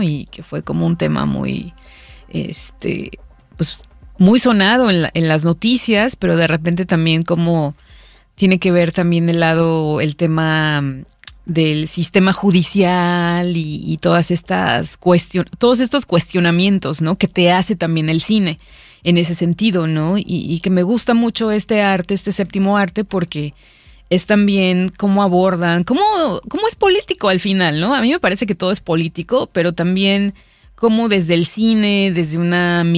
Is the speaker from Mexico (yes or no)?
yes; Mexico; now in Chicago, United States; yo crecí una parte en México